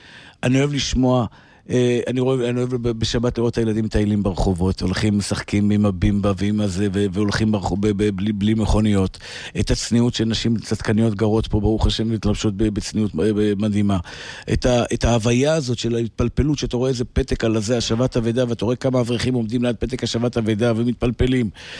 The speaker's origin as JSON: {"language": "Hebrew", "country": "Iran", "said": "והחברות השני עושה לי מקם משותף של פרסי כזה, או כי אני פרסי, אז הוא היה עושה לי מקם פרסי כזה."}